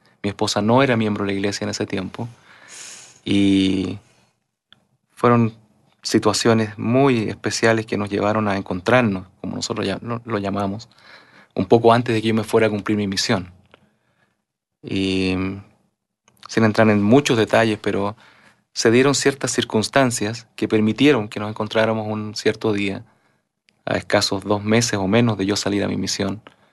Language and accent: Spanish; Ovalle, Coquimbo, Chile; born there; nosotros somos chilenos, como usted dijo. Yo nací en una ciudad pequeña al norte de la capital, que se llama Ovalle, a unos 400 kilómetros al norte de Santiago.